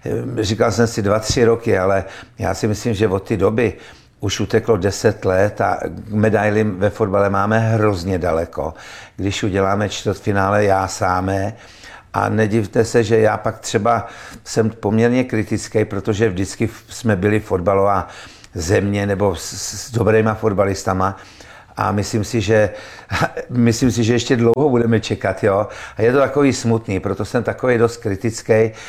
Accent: East Bohemia, Czechia; now in Prague, Czech Republic; já jsem východních Čech, bych se tam nikdy nevrátil, nechci říct, že jsem Pražák, ale v Praze si myslím, v Praze v Chabrech, myslím, že už dožiju.

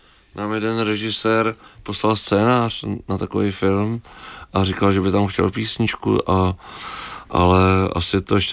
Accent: Čáslav, Central Bohemian Region, Czechia; born there; Plzeň, Brno nebo Svitavy, Čáslav, což je třeba moje rodiště

